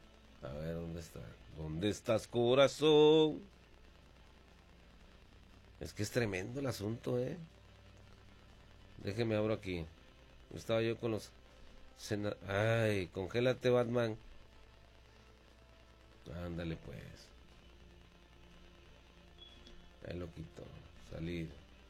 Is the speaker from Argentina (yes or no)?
no; Mexico